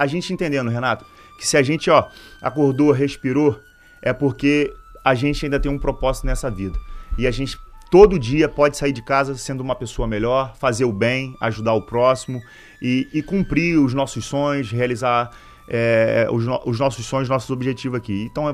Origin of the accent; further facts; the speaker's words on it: Rio de Janeiro, Brazil; sou nascido e criado ali no Parque Burle.